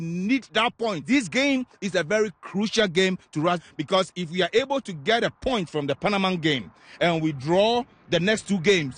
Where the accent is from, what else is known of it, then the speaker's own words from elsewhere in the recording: Ghana; now in Brampton, Canada; Growing up in Ghana, this is how it started. We play anything round, like anything round you could get, because back then we don't have opportunity to get like a soccer ball, right?